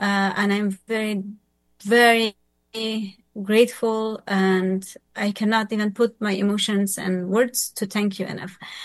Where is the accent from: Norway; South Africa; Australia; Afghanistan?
Afghanistan; now in Virginia, United States; I'm originally from Afghanistan, and I am a U.S. citizen right now.